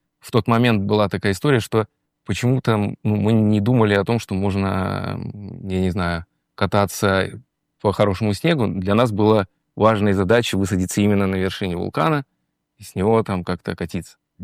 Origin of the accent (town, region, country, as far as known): Kamchatka Krai, Russia; born or raised there